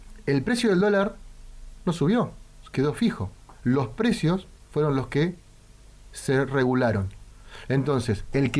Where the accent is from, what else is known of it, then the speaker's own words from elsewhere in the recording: Santa Cruz, Argentina; primero y principal, soy de Santa Cruz.